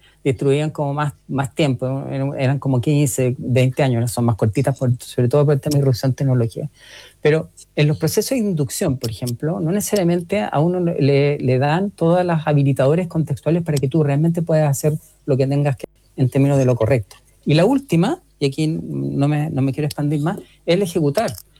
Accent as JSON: {"language": "Spanish", "country": "Chile", "said": "Un país que somos chilenos"}